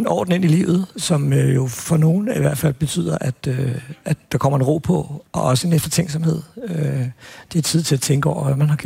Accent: Albertslund, Capital Region of Denmark, Denmark; jeg er sådan lidt arveligt belastet, fordi at jeg voksede op i Appelslund, hvor vi havde to fængsler.

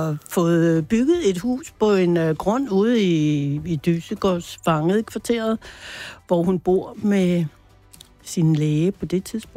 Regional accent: Dyssegård, Capital Region of Denmark, Denmark; jeg er vokset op i det hus, som Tove har boet i.

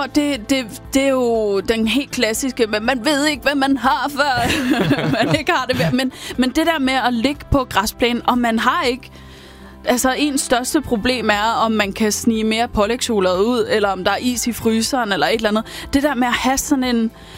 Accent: Hellerup, Capital Region of Denmark, Denmark; Vi er i mit barndomshjem i Hellerup.

